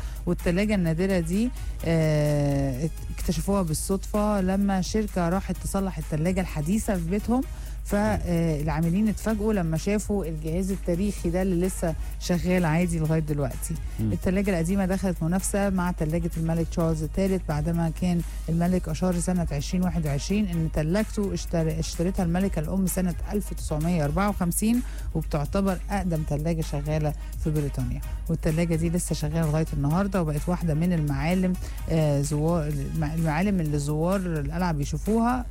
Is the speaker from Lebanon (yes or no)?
no; Egypt; عندنا في مصر